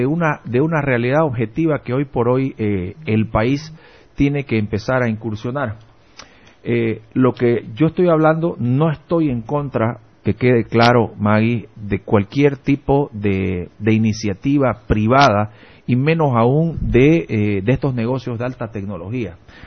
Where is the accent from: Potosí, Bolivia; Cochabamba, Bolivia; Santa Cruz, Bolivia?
Santa Cruz, Bolivia; ya hablando de nosotros como cruceños